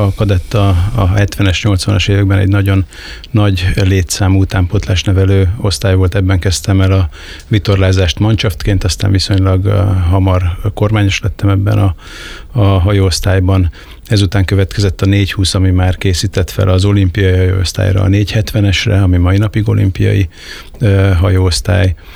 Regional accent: Balatonfüred, Veszprém County, Hungary; én Veszprémben születtem, és balatonfüredi lakos vagyok születésem óta, és általános iskolás koromban szerettem bele a vitorlázásba, a sporttagozatos osztályba jártam a balatonfüredi Radnóti Miklós általános iskolába

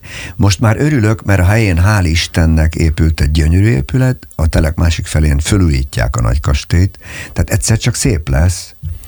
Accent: Hungary; egy hatalmas angol parkban nőttem föl, két kastélyban, aminek az egyik vége a Balaton volt. Édesanyám üdülővezető volt.

